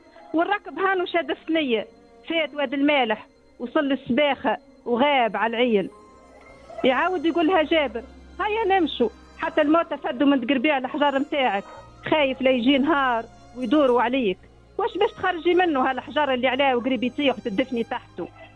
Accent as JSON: {"language": "Arabic", "country": "Tunisia", "tie": "born there", "said": "مسقط رأسي مليك"}